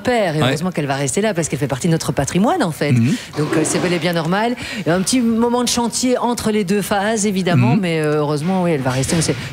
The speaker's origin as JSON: {"language": "French", "region": "Brussels", "country": "Belgium", "tie": "born or raised there", "said": "Moi, je suis bruxelloise, en fait, d'origine et au départ, et j'ai découvert le Hainaut, la Wallonie."}